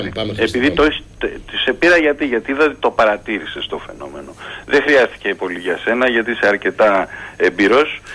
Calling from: Agios Dimitrios, Attica, Greece; από τον Μπραχάμι.

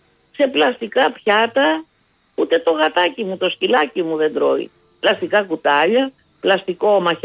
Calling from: Greece

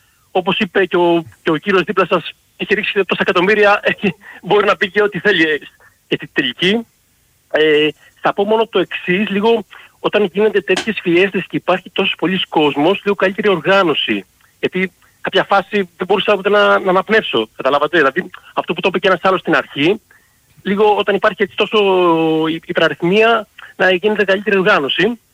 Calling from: Nikaia, Attica, Greece; από Νίκαια.

